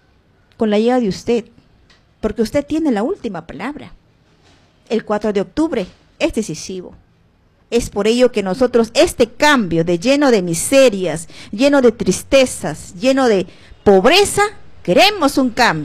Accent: Pichanaki, Junín, Peru; en mi distrito de Pichanaki, soy de aquí, de Pichanaki.

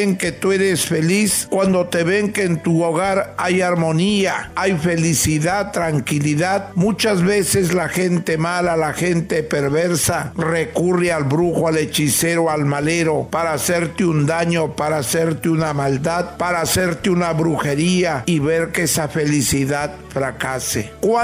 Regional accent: northern Peru, Peru; Gracias a la Santísima Cruz Bendita de Motupe, como buen norteño que soy.

